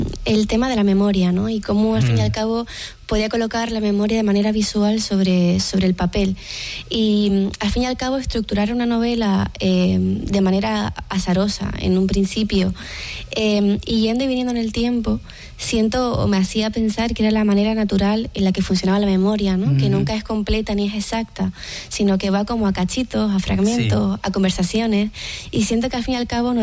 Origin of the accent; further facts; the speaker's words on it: Lanzarote, Canary Islands, Spain; Y regresar al lugar de donde naciste y creciste, creo que siempre lleva como una reconciliación.